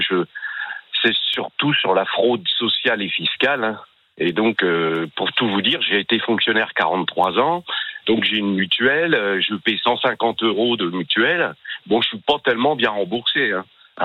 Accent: Normandy, France; Oui, donc je suis originaire de l'Orne, j'habite entre Le Mel-sur-Sarthe et Mortagne-au-Perche

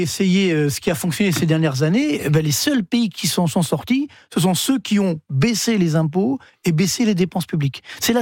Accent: Orly, Île-de-France, France; je viens des cités HLM d'Orly.

